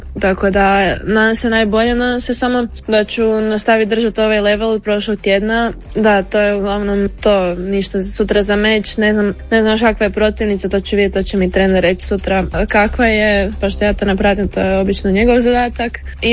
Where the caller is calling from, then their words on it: Paris, Île-de-France, France; javljam se iz Pariza.